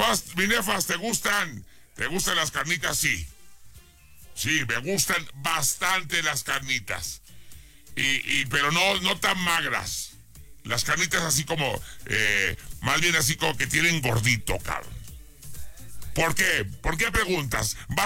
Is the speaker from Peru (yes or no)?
no; Guadalajara, Jalisco, Mexico; moved away; Del lugar de donde yo vengo, el lugar donde hay fotomultas.